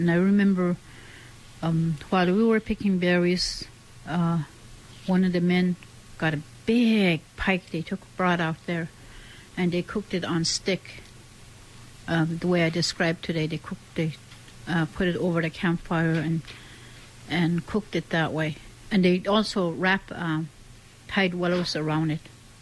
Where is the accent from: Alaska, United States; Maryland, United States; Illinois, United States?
Alaska, United States; Huslia; And in growing up in Huslia, the cranberries is right there on the hill.